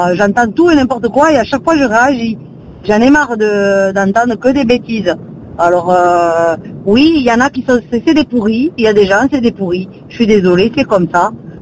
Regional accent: Occitanie, France; Oui, bonjour … je suis du Gers.

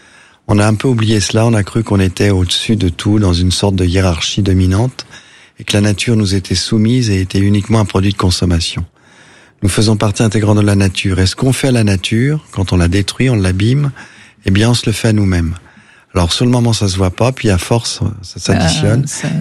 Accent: Brittany, France; Moi, je suis breton, ma terre, Elle est dans le Finistère Nord, près de Saint-Paul-de-Léon, Roscoff, un petit village mauguerriec, dans la baie de Morlaix, à l'île de Bas.

